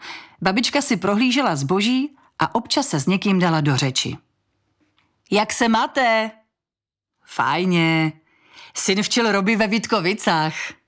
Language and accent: Czech; Ostrava, Moravian-Silesian Region, Czechia; když jsem byla malá, přišla mi v Porubě zdaleka nejvíc vzrušující Leninka, tedy Leninova třída.